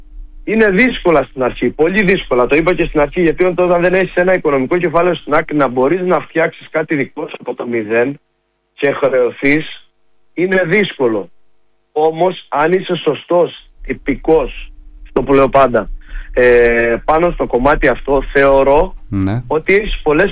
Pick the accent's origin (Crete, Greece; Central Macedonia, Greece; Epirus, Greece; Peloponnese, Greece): Crete, Greece; born there; moved away as an adult; also born or lived in Heraklion / Athens; Εγώ είμαι παιδί του χωριού. Μου αρέσει ο τόπος μου, μου αρέσει αυτή η καθημερινή ηρεμία που υπάρχει και όχι αυτό το χάος του Ηρακλείου, της Αθήνας και των μεγάλων πόλεων που έχω ζήσει.